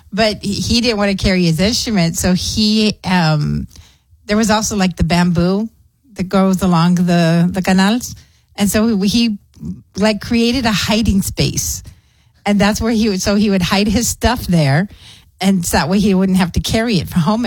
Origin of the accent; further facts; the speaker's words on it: Clint, Texas, United States; So growing up in Clint, I walked the highway because there's like only one main road through Clint and that's Highway 20.